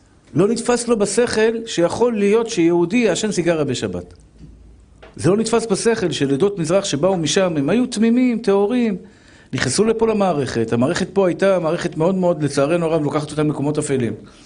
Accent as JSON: {"language": "Hebrew", "town": "Tel Aviv", "region": "Tel Aviv District", "country": "Israel", "tie": "born there", "also_born_or_lived": "Bnei Brak"}